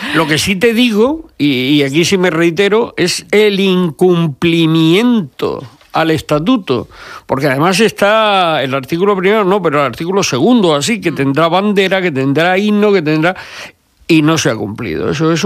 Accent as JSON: {"language": "Spanish", "region": "Region of Murcia", "country": "Spain", "said": "soy murciano."}